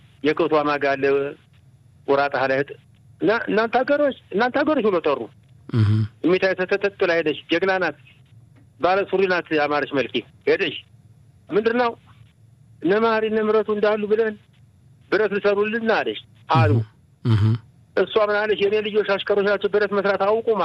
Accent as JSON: {"language": "Amharic", "town": "Adet", "region": "Amhara", "country": "Ethiopia", "tie": "born or raised there", "moved": "yes", "lives_now": "Israel", "said": "የዳባት አውራጃ። አዎ እሱ እኛ ተወልደን አድገን ተደረን ተኩለን ነው ወደ እስራኤል ሀገር መንገድ የጀመርነ።"}